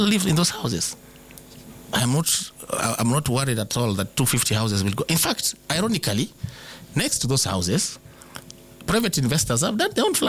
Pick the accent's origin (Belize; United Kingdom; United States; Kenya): Kenya; Nyanza; I come from Nyanza, 6 counties. Siaya, Kisumu, Homa Bay, Migori, Kisii, Nyamira. Population of 8 million residents.